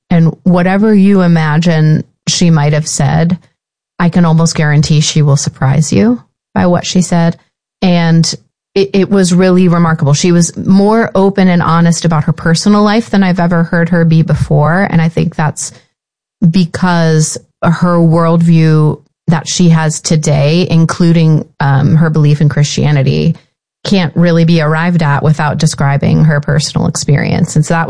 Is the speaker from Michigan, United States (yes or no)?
no; Ohio, United States; Before we break, though, I do want to ask if you've seen this news from my home state.